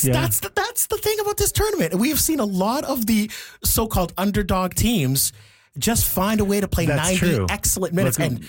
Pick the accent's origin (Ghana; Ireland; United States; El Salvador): Ghana; born there; moved away; I am Ghanaian. I was born there.